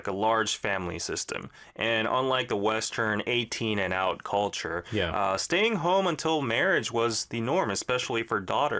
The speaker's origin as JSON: {"language": "English", "region": "Busan", "country": "South Korea", "said": "Obviously, I came up from Busan."}